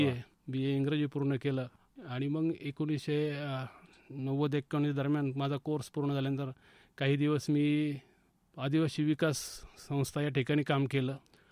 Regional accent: Pimpalgaon Malvi, Maharashtra, India; मी ग्रामीण भागातलाच एक खेळाडू आहे. माझं गावाचं नाव पिंपळगाव माळवी, जवळच आहे डोंगरगण रोडला. माझं बालपण जे आहे ते माझ्या गावामध्येच गेलं.

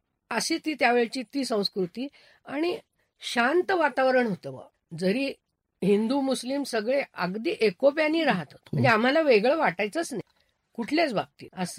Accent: Ahmednagar, Maharashtra, India; now in Mumbai, India; माझंही बालपण इथे गेलं आणि जन्मच म्हणजे माझा इथला.

